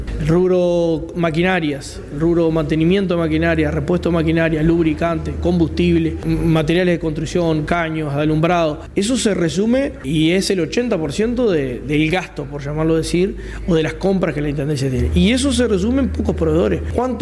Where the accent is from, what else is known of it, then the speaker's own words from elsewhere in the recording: Melo, Cerro Largo, Uruguay; acá que somos de Melo